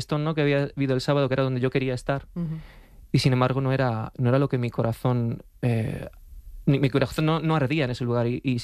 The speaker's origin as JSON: {"language": "Spanish", "town": "Alcalá de Henares", "region": "Community of Madrid", "country": "Spain", "tie": "born there", "also_born_or_lived": "Seville", "said": "Yo soy de Alcalá de Henares, nacido, sí, en Alcalá de Henares, ¿no? Aunque he estado viviendo pues en Sevilla porque estuve trabajando allí un año antes de terminar el fin de carrera"}